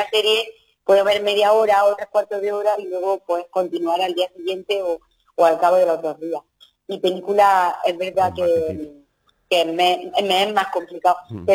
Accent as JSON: {"language": "Spanish", "town": "Linares", "region": "Andalusia", "country": "Spain", "tie": "born there", "said": "íbamos de pequeño con él aquí al municipal, al estadio municipal Linarejo"}